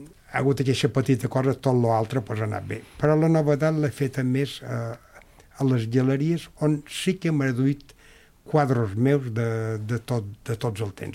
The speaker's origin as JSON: {"language": "Catalan", "area": "Mallorca", "region": "Balearic Islands", "country": "Spain", "said": "un meu pecat de mal mallorquí"}